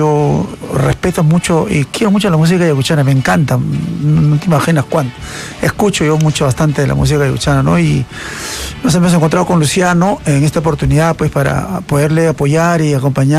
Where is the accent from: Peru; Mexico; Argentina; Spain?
Peru; Quipán, Lima; En la hermosa villa de Quimpán, que es mi pueblito, de mis queridos padres.